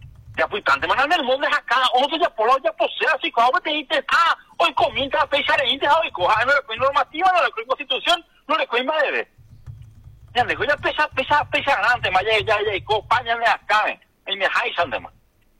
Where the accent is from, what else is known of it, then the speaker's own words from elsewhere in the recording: Paraguay; Asumiendo nuestra responsabilidad como paraguayos